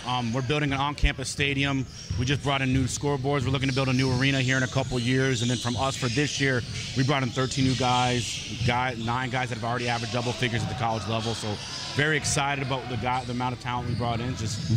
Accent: Florida, United States; I'm from Florida. I'm from South Florida.

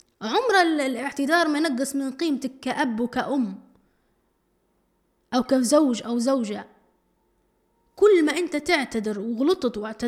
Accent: Libya; احنا كليبيين وناس بيتية وأهل ومتربيين تربية سليمة وتربية صحية

